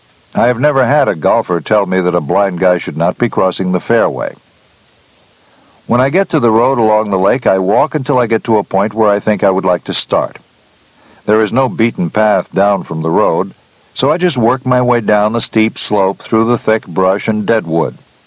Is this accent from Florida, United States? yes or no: no; Michigan, United States; My dad often took my brother Jim and me fishing when we were growing up in Michigan